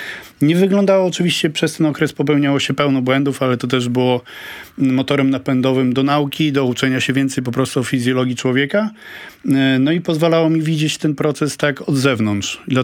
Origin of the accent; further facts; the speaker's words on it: Gdańsk, Pomeranian Voivodeship, Poland; jesteśmy z Gdańska oboje